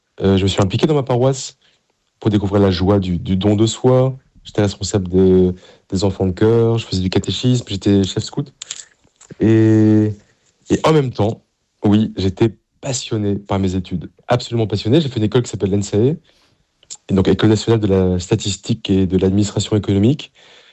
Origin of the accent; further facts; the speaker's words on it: Paris, Île-de-France, France; là où j'ai grandi, la paroisse Saint-Médard en bas de la rue Mouffetard à Paris